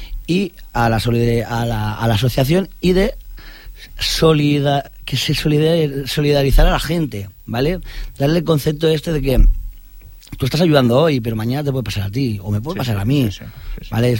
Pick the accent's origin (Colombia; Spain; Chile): Spain; Cornellà de Llobregat, Catalonia; Los de Cornellá, que yo soy de Cornellá.